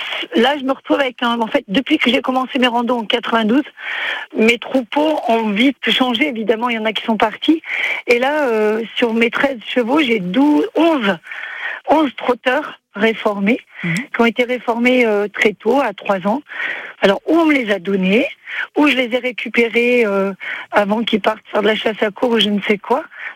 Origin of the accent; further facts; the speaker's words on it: Chastreix, Auvergne-Rhône-Alpes, France; also born or lived in Clermont-Ferrand; moi, je suis de Chastré, native. Alors, je ne suis pas de Chastré, je suis de Clermont, mais mes parents ont toujours vécu à Chastré, et moi aussi. Et dans l'incapacité, l'impossibilité de partir ailleurs, et j'ai voulu faire ma vie là.